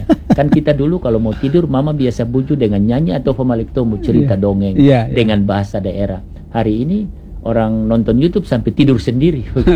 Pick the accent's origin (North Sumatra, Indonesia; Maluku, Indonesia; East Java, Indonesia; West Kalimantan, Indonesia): Maluku, Indonesia; Mari ya, sebagai orang Tanimbar, sebagai orang Maluku Barat Daya, dan sebagai orang Maluku, ya, bahkan orang Indonesia, kita tetap harus optimis ya